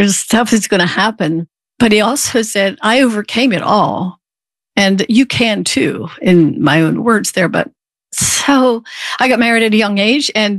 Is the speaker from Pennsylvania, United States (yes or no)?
yes; Lancaster County, Pennsylvania, United States; I grew up in Lancaster County, where you live in the city of Lancaster, I understand, and grew up on a farm, Amish farm.